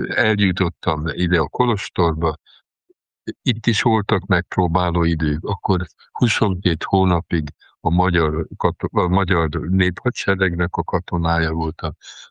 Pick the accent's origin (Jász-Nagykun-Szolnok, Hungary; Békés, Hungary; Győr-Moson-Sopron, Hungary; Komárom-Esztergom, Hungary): Győr-Moson-Sopron, Hungary; Sopron; hát most soproni vagyok, egész életemben